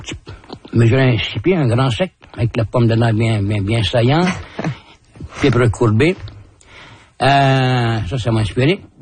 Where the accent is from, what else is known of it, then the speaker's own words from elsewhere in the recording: Quebec, Canada; moved away as an adult; also born or lived in New York; préférais revenir au Québec parmi les miens.